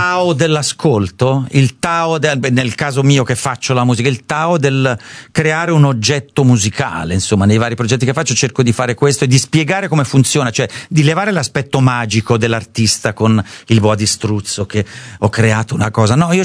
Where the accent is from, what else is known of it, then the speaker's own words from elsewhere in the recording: Southern Italy, Italy; Diciamo che sono un terrone, sono uno di quei vecchi dei ancora sopravvissuti